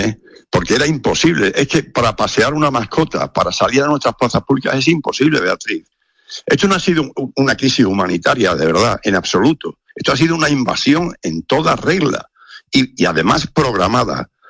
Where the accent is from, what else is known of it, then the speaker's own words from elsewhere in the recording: Spain; Somos españoles tanto como vosotros.